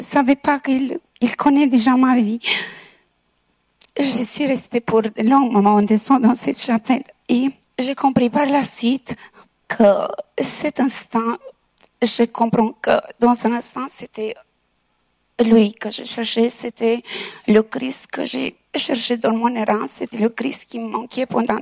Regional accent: Transylvania, Romania; je suis originaire de Transylvanie

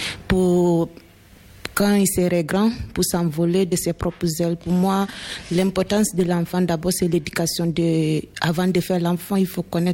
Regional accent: Guinea; j'ai 23 ans, je suis guinéenne.

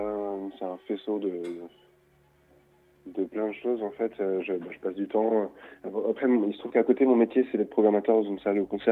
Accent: Hauts-de-France, France; j'ai grandi en Picardie, dans un tout petit village, éloigné de tout. Enfin, il n'y avait pas de disquaire, pas de salle de concert, à part la fête de la musique.

